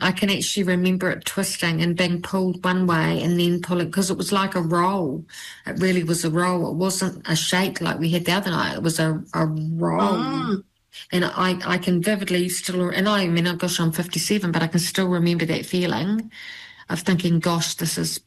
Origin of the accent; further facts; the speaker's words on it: Tauranga, Bay of Plenty, New Zealand; When I was a kid and as a teenager, I grew up in Tauranga